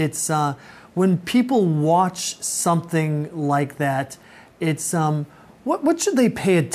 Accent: Chicago, Illinois, United States; I'm from the south side too

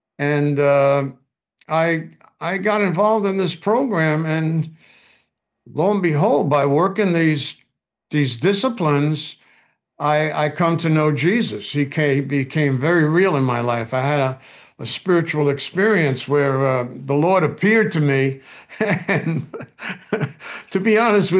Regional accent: Bronx, New York, United States; I grew up in the Bronx.

